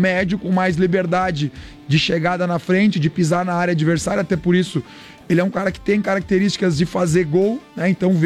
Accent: Rio Grande do Sul, Brazil; moved away; muitos vieram de onde eu vim, lá do Rio Grande do Sul, né?

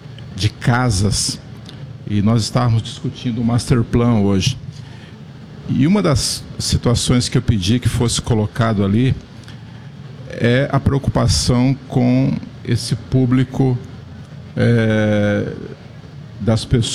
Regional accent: Curitiba, Paraná, Brazil; Eu sou de Curitiba, né?

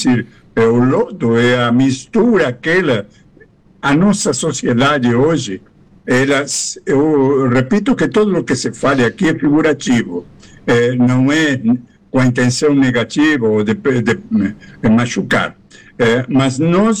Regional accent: Argentina; moved away; um tango da minha terra

